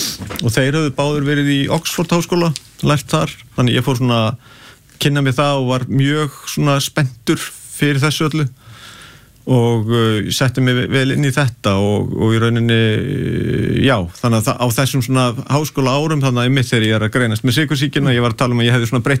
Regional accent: Garðabær, Capital Region, Iceland; also born or lived in Breiðholt; Jú, ég alinu upp í Garðabæ hérna flutti tveggjara gamall úr Breiðholtinu og í Garðabæin

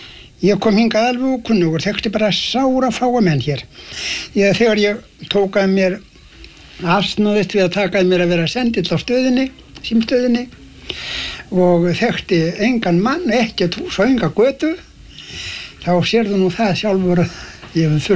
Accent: Meðalland, Southern Region, Iceland; now in Vestmannaeyjar, Iceland; Nei, ég var uppvaxtar án mín hlutnestir í Meðalandi, fór að búi á 1910 í Meðalandinu, flutti þá að Steinsmýri

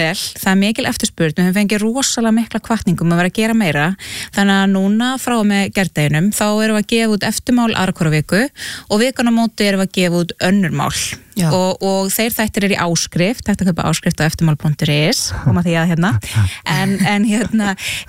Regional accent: Flúðir, Southern Region, Iceland; ég nú alveg upp á Flúðum dæmis, og það var, svona ég minni æsku það var í raun og veru ekkert þangað að sækja.

